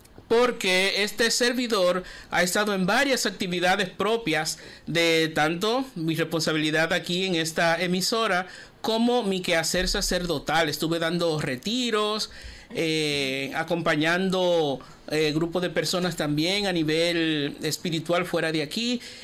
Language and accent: Spanish; Boca Chica, Santo Domingo, Dominican Republic; en mi pueblo Boca Chica, en Santiago